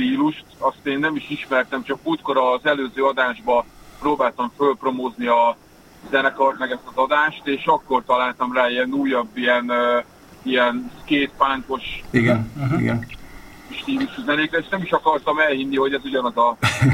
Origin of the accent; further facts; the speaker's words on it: Csongrád, Csongrád-Csanád, Hungary; born there; nekem annak idején én Csongrádon születtem, ott a Üdvipózban játszottatok sokat.